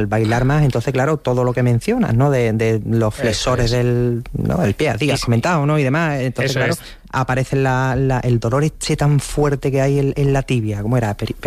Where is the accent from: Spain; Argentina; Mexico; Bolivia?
Spain; yo creo que es que somos españoles y como españoles que somos, decimos, venga, vamos, bueno, seguimos.